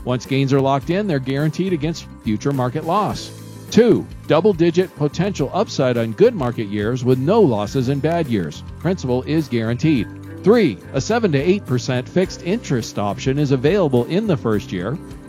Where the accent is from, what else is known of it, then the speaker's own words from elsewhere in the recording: Kansas City, Missouri, United States; born there; I'm like, "No, I was born in Kansas City, Missouri." So I'm as American as it comes, but I am half Hungarian, my dad's heritage, something I'm proud of.